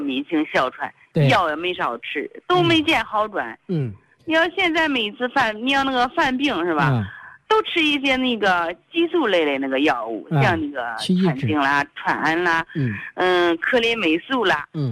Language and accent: Chinese; Handan, Hebei, China; accent: Handan dialect; 我就是邯郸话，